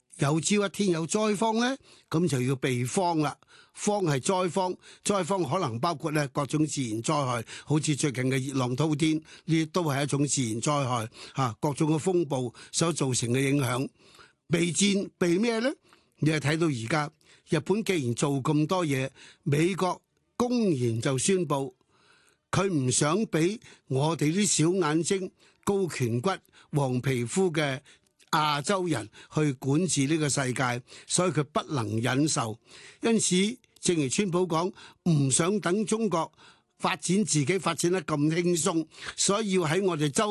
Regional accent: Hong Kong; 我在香港出生，香港长大，

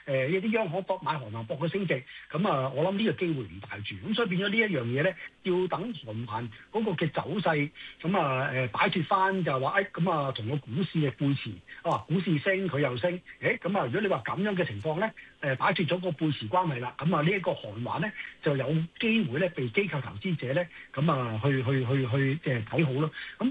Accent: Hong Kong; 我哋作為香港人

